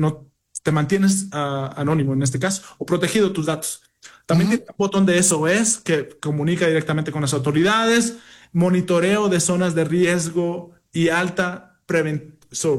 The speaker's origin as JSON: {"language": "Spanish", "town": "Matamoros", "region": "Tamaulipas", "country": "Mexico", "moved": "yes", "said": "Yo soy de Matamoros."}